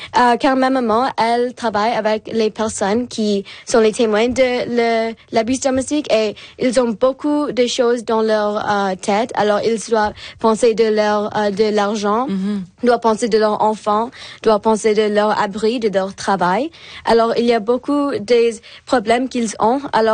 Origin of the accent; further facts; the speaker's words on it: Ontario, Canada; Oui, alors je viens de la région du Halton et là-bas, l'abus domestique est une épidémie.